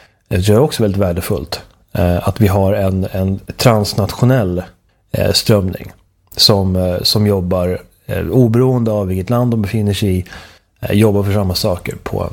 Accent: Sweden; jag ska inte säga att jag är likgiltig inför, inför att jag kommer från Sverige.

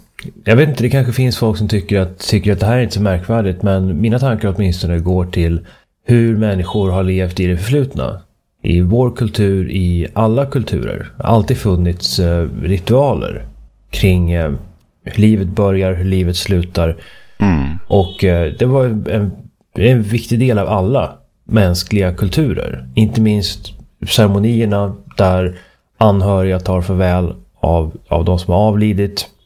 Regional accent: Uppsala, Uppsala County, Sweden; De var också en granne till mig när jag växte upp i Uppsala.

